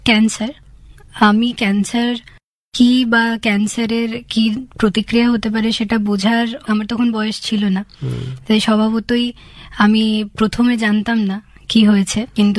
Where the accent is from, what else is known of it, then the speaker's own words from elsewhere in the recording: Kuorda, West Bengal, India; now in Ranisarai, India; আমার বাড়ি পশ্চিম মেদিনীপুর জেলার বেলদা থানার কুয়োরদা গ্রামে। কুয়োরদা অত্যন্ত ছোট্ট একটি গ্রাম এবং সেখান থেকে আমি এখন বর্তমানে রানীসরাইতে থাকি, শুধুমাত্র আমার পড়াশুনো সুবিধার জন্য।